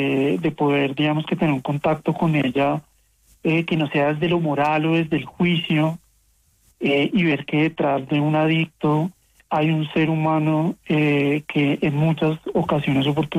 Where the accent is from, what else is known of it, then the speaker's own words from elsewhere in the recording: Bogotá, Bogotá Capital District, Colombia; Yo soy adicto en recuperación, soy alcohólico, soy bogotano, tengo 43 años.